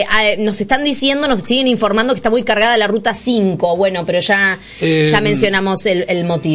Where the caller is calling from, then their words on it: Villa Saucé, Argentina; de Villa Saucé. ¿Puede ser?